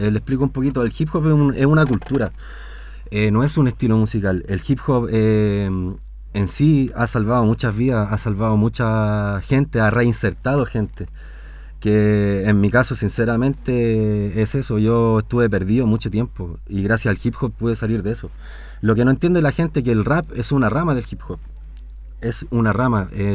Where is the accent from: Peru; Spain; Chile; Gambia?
Chile; Santiago, Santiago Metropolitan Region; now in Cauquenes, Chile; Nosotros crecimos en Santiago en un barrio muy, por así decirlo, marginal